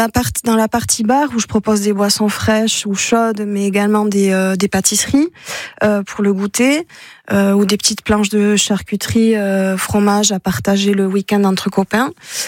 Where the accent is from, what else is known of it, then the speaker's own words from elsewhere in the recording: Hasparren, Nouvelle-Aquitaine, France; first language Basque; French is a second language; Moi, je suis d'ailleurs, mais j'ai grandi à Asparin, qui est la grande ville la plus proche. Ma vie sociale et culturelle, je l'ai faite à Asparin.